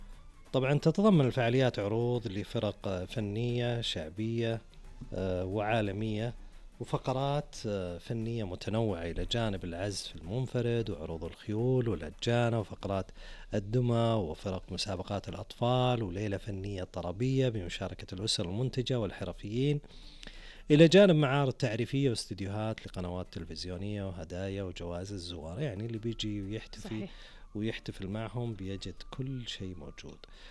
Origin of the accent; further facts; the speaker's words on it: Saudi Arabia; أول شيء مسلمين وسعوديين